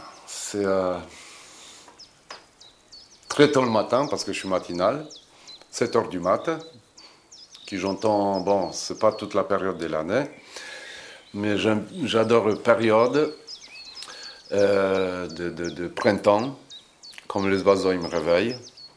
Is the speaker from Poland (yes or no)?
yes; Poland; French is a second language; moved away as an adult; now in Ariège, France; Moi, j'ai quitté la Pologne comme c'était un beau pays